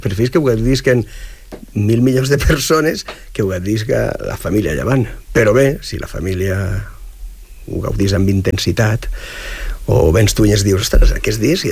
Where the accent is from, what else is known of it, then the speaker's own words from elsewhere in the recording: Castellón de la Plana, Valencian Community, Spain; som de Castelló